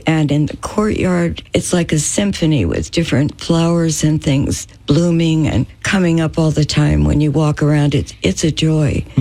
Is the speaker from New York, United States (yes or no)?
yes; New York City, New York, United States; born there; moved away; also born or lived in New Jersey; I was born in New York City.